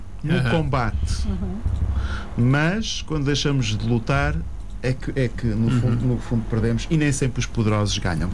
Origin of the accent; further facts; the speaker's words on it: Portugal; da nossa essência enquanto português.